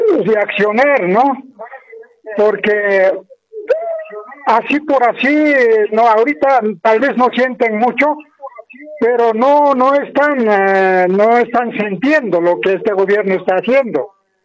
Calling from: La Paz, Bolivia; de La Paz.

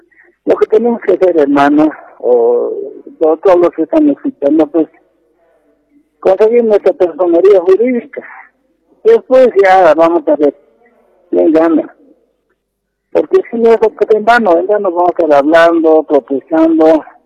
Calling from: La Paz, Bolivia; Estoy llamando de La Paz

